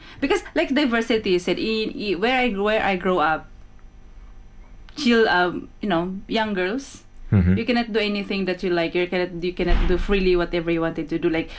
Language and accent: English; Mimaropa, Philippines; now in Tasmania, Australia; I'm from Palawan, so it's really country living.